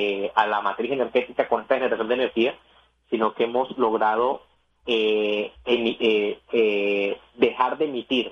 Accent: Barranquilla, Atlántico, Colombia; bueno, yo soy barranquillero. Barranquilla actualmente cuenta con una planta que es insignia y debería ser orgullo para nosotros

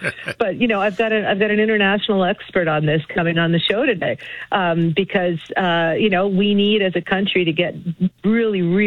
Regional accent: Montreal, Quebec, Canada; I grew up in Montreal. I lived through the first referendum.

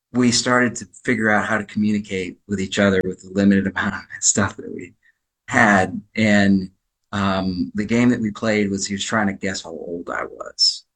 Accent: Louisiana, United States; And I was originated from Louisiana. And we spoke two different languages.

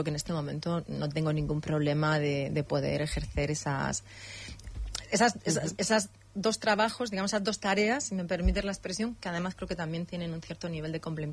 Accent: Murcia, Region of Murcia, Spain; born there; moved away as an adult; now in Community of Madrid, Spain; yo nací en Murcia, o sea, es así. El lugar en el que naces no lo eliges, y soy murciana. Pero soy una murciana madrileña. Tengo 49 años y llevo desde los 21 viviendo en la Comunidad de Madrid.

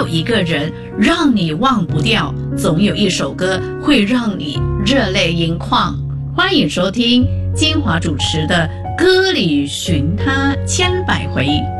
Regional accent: Batu Pahat, Johor, Malaysia; 我的家乡巴珠巴峡巴珠巴汉市区百年老店遇上了大火，这排老店也陪伴着我长大

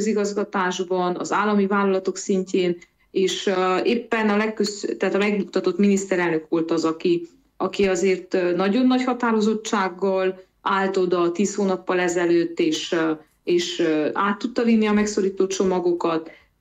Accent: Transylvania, Romania

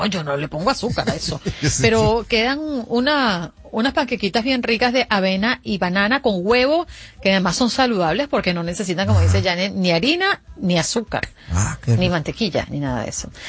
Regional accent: Venezuela; now in Mexico; nosotros le decimos cambur en Venezuela.

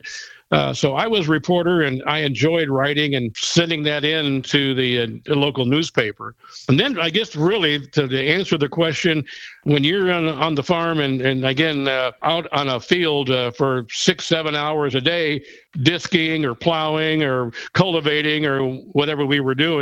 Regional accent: Iowa Falls, Iowa, United States; I introduced myself early on as growing up in Iowa Falls and listening to him.

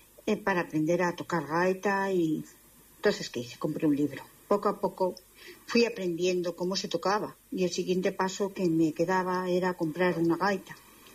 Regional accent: Asturias, Spain; born there; now in Móstoles, Spain; Soy asturiana de nacimiento, aunque llevo mucho tiempo viviendo en Móstoles.

